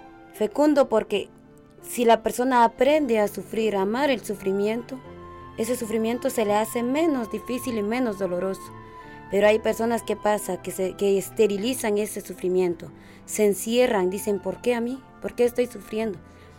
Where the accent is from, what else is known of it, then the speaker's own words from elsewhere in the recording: Guatemala; now in Honduras; Vengo desde Guatemala, el llamado de mi Señor Jesucristo me lo hizo a esta congregación, a venir aquí al pueblo catracho, como ustedes le llaman.